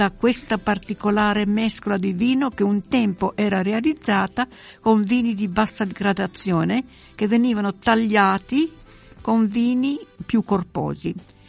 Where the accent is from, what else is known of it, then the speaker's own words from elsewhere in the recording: Friuli-Venezia Giulia, Italy; durante la mia infanzia in Friuli